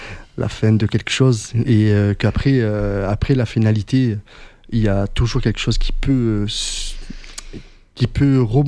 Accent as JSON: {"language": "French", "town": "Sète", "region": "Occitanie", "country": "France", "said": "je viens de Sète. Et j'ai grandi toujours dans la musique."}